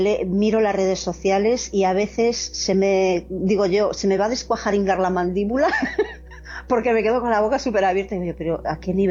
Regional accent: Fene, Galicia, Spain; no soy de Ferrol. Soy de un pueblecito muy chiquito, que le llaman Belelle y pertenece al ayuntamiento o pedanía, para los que nos escuchen desde otros puntos de España, de Fene.

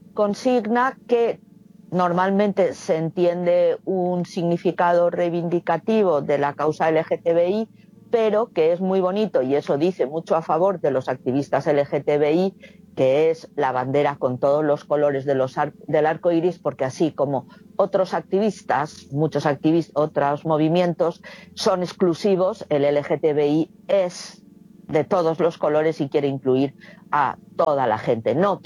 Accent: Valencian Community, Spain

